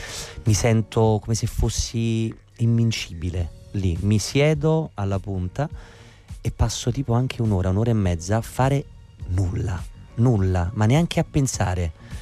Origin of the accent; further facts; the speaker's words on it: Naples, Campania, Italy; Sono un napoletano atipico